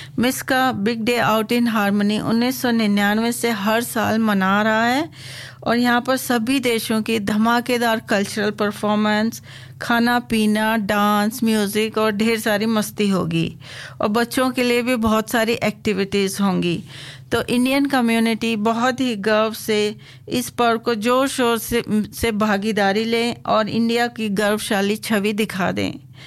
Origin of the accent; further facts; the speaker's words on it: Delhi, India; now in Alice Springs, Australia; और मैं भारत दिल्ली से हूँ और मैं इम्बाटुआ एलिस स्प्रिंग में पिछले एक साल से रह रही हूँ।